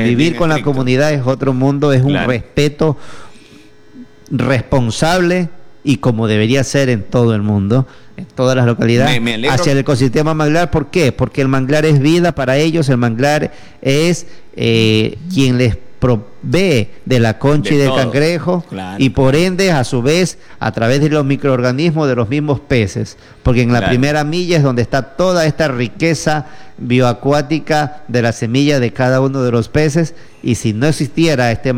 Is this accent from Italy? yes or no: no; El Oro, Ecuador; soy cholo … venimos de Costa Rica.